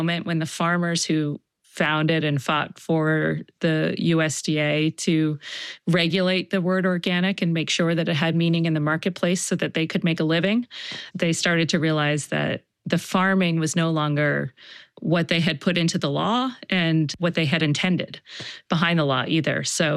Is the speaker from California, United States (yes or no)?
no; Baltimore, Maryland, United States